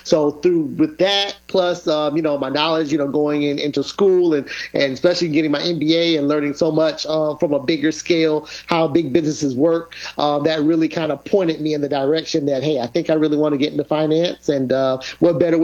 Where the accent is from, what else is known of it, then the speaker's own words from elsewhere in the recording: South Carolina, United States; now in Florida, United States; Hey, I consider myself a Floridian. I've been in Florida well over 20 years, but I was born and raised more in South Carolina and also born in North Carolina.